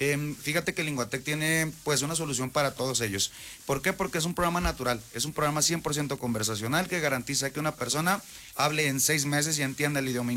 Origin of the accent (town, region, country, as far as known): Culiacán, Sinaloa, Mexico; moved away as an adult; now in San Luis Potosí, Mexico